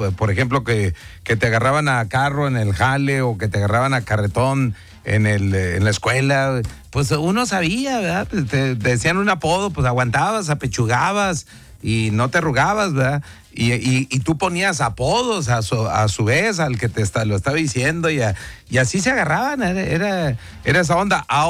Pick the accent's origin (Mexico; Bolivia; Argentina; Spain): Mexico; ¿Cómo somos los mexicanos en el amor?